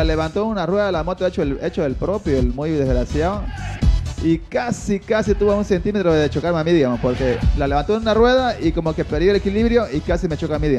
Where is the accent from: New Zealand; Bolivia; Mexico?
Bolivia; Yo soy de... Dicen que soy de Perú, ¿no? Pero no, soy de Bolivia.